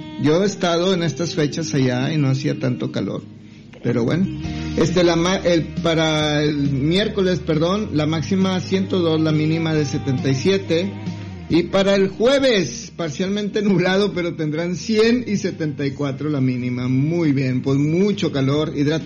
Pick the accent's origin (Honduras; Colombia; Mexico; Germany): Mexico; para mí como mexicana